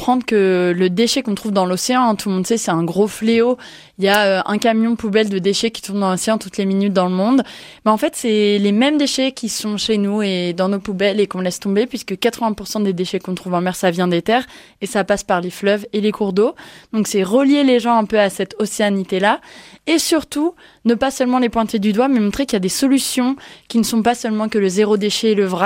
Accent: Tours, Centre-Val de Loire, France

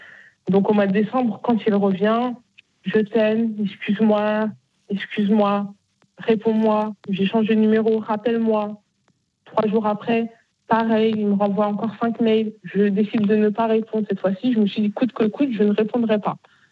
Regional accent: Bagneux, Île-de-France, France; Moi, je viens de Bagneux.

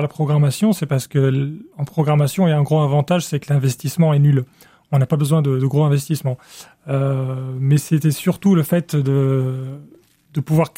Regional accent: Cairo, Cairo Governorate, Egypt; born or raised there

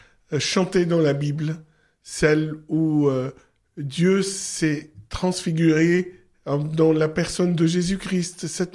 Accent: Beirut, Beirut Governorate, Lebanon; moved away as an adult; now in Paris, France; J'ai grandi après à Beyrouth, où j'ai commencé mes études de médecine, et j'ai été obligé de quitter le Liban suite à un attentat qui m'a coûté la vue, et je suis arrivé à Paris en 1986

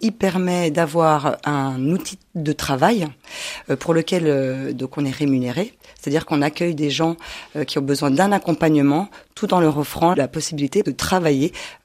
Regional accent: Vesoul, Bourgogne-Franche-Comté, France; moved away; Je viens de Franche-Comté, plus exactement de la Haute-Saône. Je suis née à Vesoul.

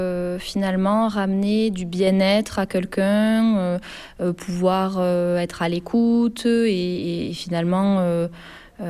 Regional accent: Montpellier, Occitanie, France; donc je suis née à Montpellier, j'ai toujours grandi dans le coin, on va dire.

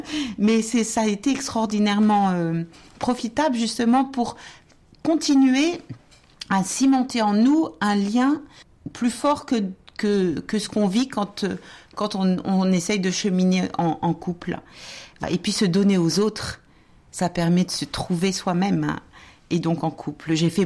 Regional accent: Concarneau, Brittany, France; born there; parce que je suis née à Concarneau, en Bretagne, et nous avions une partie de la famille qui était ici.

